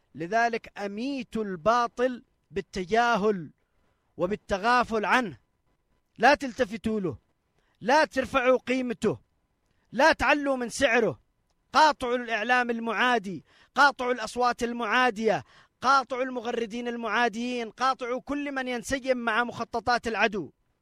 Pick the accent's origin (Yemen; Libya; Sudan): Yemen; Sanaa, Amanat Al Asimah; ومعاهم عملاء موجودين عندنا بصنعاء